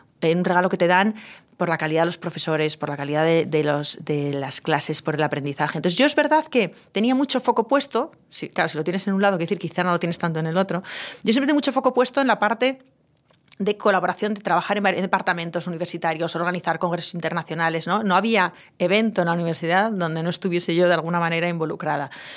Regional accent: Pamplona, Navarre, Spain; Es curioso, porque yo tenía 18 años, y un sitio como Navarra, bueno, pues te condiciona mucho, te conoce todo el mundo, un sitio como Pamplona, ciudad pequeña, te conoce todo el mundo, la seguridad es un factor muy importante.

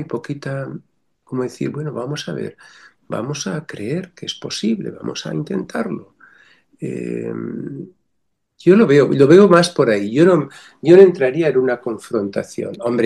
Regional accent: Extremadura, Spain; creas, soy extremeño profundo, pero no se nota.

